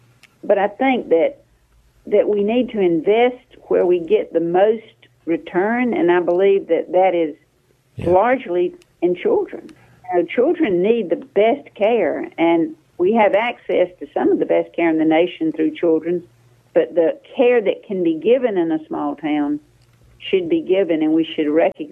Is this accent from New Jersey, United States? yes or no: no; Sandersville, Georgia, United States